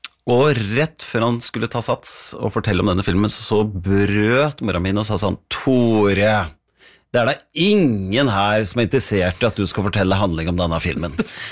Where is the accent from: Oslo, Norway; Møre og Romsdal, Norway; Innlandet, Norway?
Innlandet, Norway; Hamar; moved away; vi var hjemme på Hamar en tur